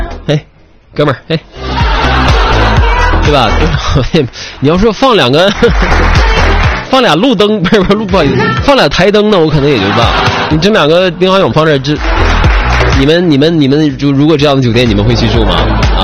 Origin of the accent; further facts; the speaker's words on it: Changchun, Jilin, China; 我们长春啊